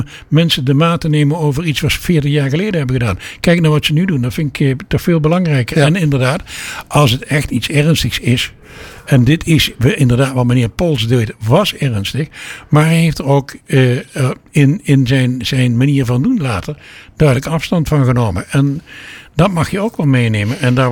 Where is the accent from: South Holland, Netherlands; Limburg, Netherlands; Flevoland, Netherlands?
Limburg, Netherlands; Venlo; In Venlo, waar ik opgegroeid ben, daar was 96% was katholiek